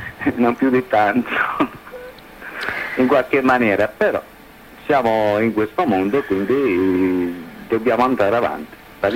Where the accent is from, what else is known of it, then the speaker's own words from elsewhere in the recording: Agrigento, Sicily, Italy; born there; Sì, dal 91, sì, sono nato anche qua ad Agrigento